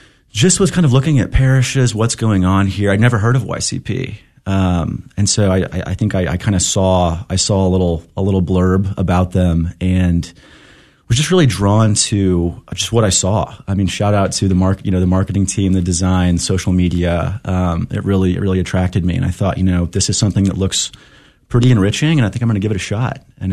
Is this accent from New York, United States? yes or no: no; Oklahoma, United States; I grew up, born and raised in Oklahoma, went to college at Auburn, then was a diocesan seminarian for 3 years after that for the Archdiocese of Oklahoma City.